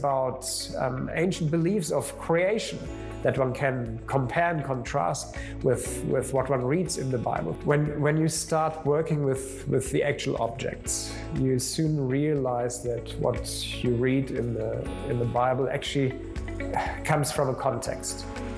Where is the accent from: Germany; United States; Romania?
Germany; southern Germany; moved away as an adult; also born or lived in Berlin / Austria / South Africa; We then moved into the south of Germany. I grew up there.